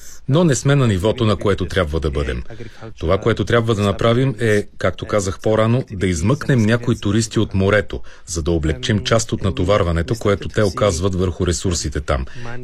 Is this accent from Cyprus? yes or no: yes; Cyprus